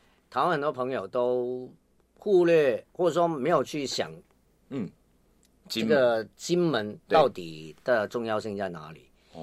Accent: Hong Kong; 我们生活在香港好像还蛮幸福的

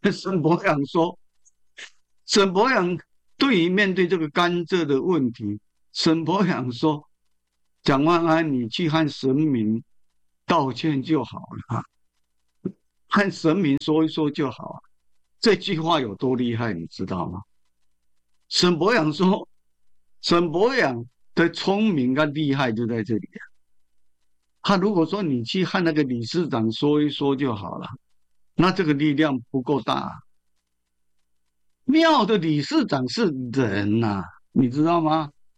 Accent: Taiwan; 我们台湾人说天公，天公就是玉皇大帝

